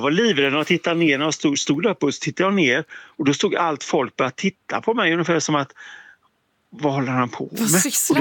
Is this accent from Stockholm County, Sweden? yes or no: no; Orust, Västra Götaland County, Sweden; jag är uppvuxen på Orust på sommarstället, vet du.